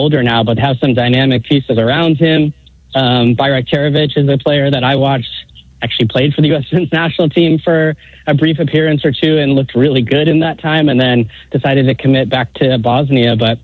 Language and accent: English; California, United States; now in Brooklyn, United States; I live here in Brooklyn. I'm from the Bay Area. I'm going to fly back for this game.